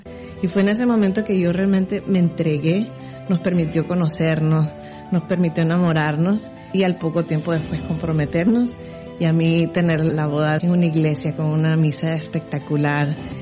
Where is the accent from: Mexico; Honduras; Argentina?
Honduras; moved away as an adult; now in United States; Yo soy de Honduras, pero he vivido la mitad de mi vida aquí en Estados Unidos.